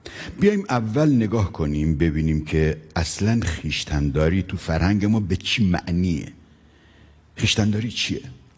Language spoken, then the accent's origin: Persian; Iran; خیلی خوشحال هستم به عنوان یک ایرانی